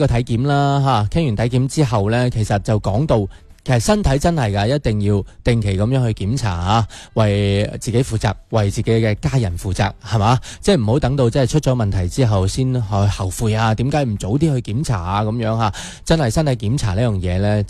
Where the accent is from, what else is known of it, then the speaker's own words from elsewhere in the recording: Guangdong, China; 幽门螺杆菌啊，我哋广东人聚餐多，食宵夜食得多，这个感染率真系唔低嘅